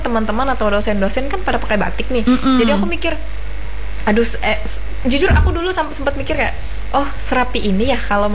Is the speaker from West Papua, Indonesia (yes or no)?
no; Central Kalimantan, Indonesia; Kabupaten Murung Raya.